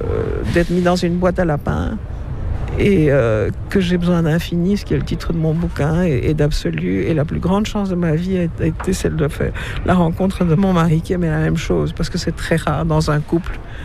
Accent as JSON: {"language": "French", "country": "Belgium", "said": "Alors voilà, je suis une Belge de l'extérieur. Ma mère était déjà une globe-trotteur pour un métier tout à fait différent du mien."}